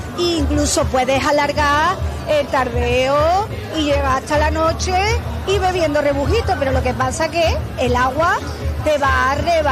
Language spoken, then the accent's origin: Spanish; Córdoba, Andalusia, Spain; Y yo soy amante de Córdoba, tú lo sabes. Aunque yo trabajo fuera mucho, Córdoba, mi tierra, mis cordobeses